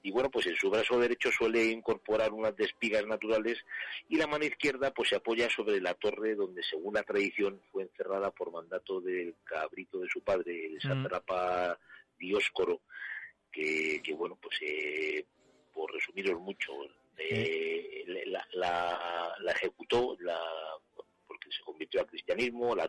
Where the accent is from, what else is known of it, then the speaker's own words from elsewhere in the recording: Gómara, Castile and León, Spain; Y además un recuerdo enorme pues para el padre de Vanessa Gascón, don Miguel Gascón, panadero de mi pueblo, de Gómara